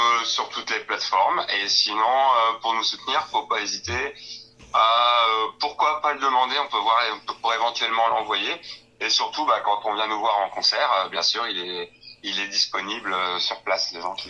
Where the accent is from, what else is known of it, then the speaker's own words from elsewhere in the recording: Hauts-de-France, France; de l'Aisne, autour de Soissons. On est plus ou moins, moi je suis à 30 minutes de Soissons.